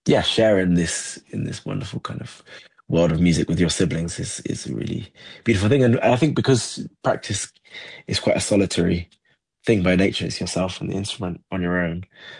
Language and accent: English; Nottingham, East Midlands, United Kingdom; born or raised there; now in London, United Kingdom